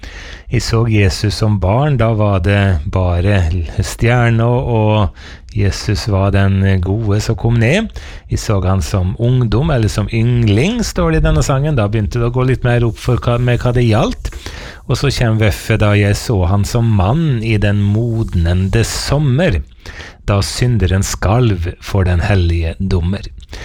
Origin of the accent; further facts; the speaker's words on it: Eide, Møre og Romsdal, Norway; moved away; hjemme på Eide på Nordmøre, hvor jeg vokste opp